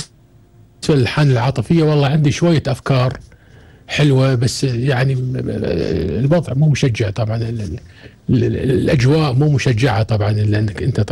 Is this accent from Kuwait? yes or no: yes; Kuwait; عندنا بالكويت